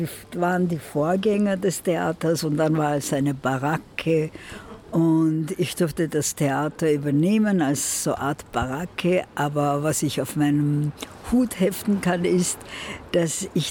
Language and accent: German; Iran; now in Vienna, Austria; ich komme aus dem Iran, worauf ich gleich mal sagen muss, sehr stolz bin